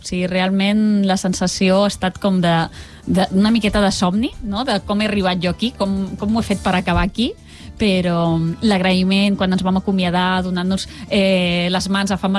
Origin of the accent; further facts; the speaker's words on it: Reus, Catalonia, Spain; sóc de Reus.